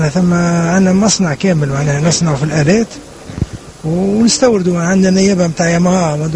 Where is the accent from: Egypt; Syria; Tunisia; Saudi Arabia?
Tunisia; احنا في تونس